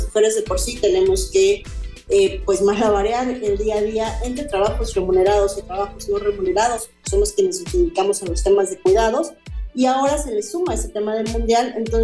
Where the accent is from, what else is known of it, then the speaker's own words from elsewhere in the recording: Mexico; somos las personas de México